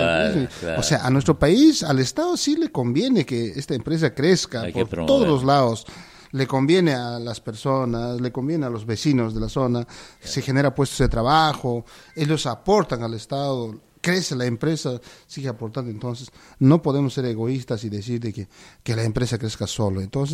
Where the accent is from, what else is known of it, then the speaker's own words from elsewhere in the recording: Maras, Cusco, Peru; mi pueblo de Maras, ¿no? Tampoco no quiero decir de que estamos fuera de todo. Igual es un distrito rural que tenemos, somos más de 8.000 habitantes en Maras